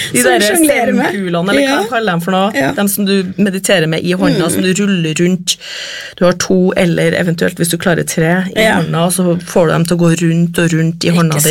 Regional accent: Trondheim, Trøndelag, Norway; Vi jo så heldige her i Norge, vi har jo, jeg mener, når jeg vokste opp i Trondheim, så var det Kina-restauranten, og så var det Peppespizza.

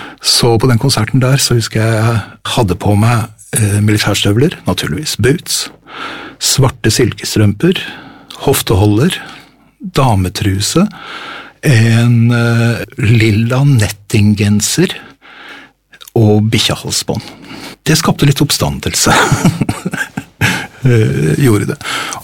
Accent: Bodø, Nordland, Norway; now in Oslo, Norway; jeg født og oppvokst I Frelsesarmeen I Nord-Norge.

